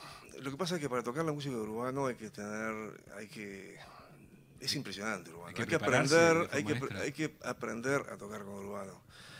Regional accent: Minas, Lavalleja, Uruguay; now in Montevideo, Uruguay; Cuando yo recién llegué de Minas, ahí en Montevideo

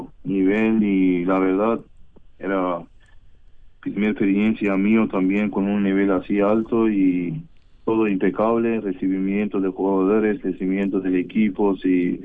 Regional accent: Iran; first language Persian; Spanish is a second language; now in Uruguay; pero no me sirvió mucho porque en mi país todos hablaban persa y yo claro, tenía que practicar y hablar con gente de español

